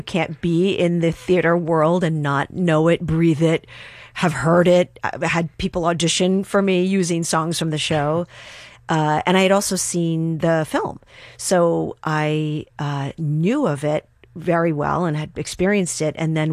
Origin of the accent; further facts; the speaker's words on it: New York City, New York, United States; And I grew up in New York in the 70s. I went with my mother to that art supply store.